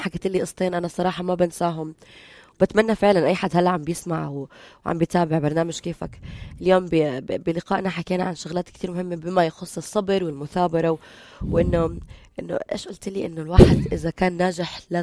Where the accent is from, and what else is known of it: Jordan